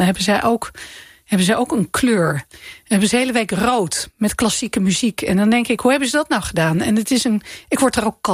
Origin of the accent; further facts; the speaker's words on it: Denmark; born there; Dutch is a second language; Want ik ben in Denemarken ooit geboren en die taal raak ik kwijt.